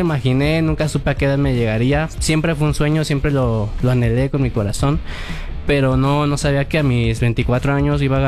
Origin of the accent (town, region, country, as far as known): Mexico